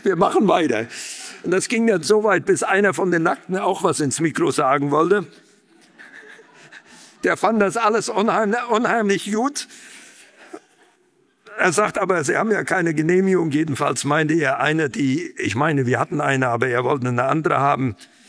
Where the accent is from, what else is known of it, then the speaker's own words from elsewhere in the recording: Berlin, Germany; Ja, ich sage, aus Berlin.